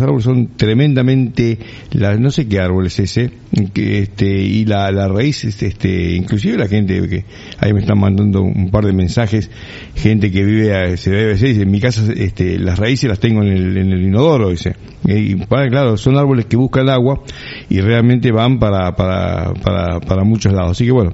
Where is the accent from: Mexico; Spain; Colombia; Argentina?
Argentina; Punta Alta, Buenos Aires Province; born there; con los años que tengo, nací en Punta Alta